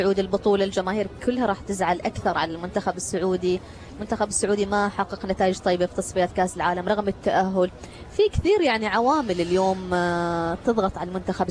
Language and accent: Arabic; Oman; إحنا كعمانيين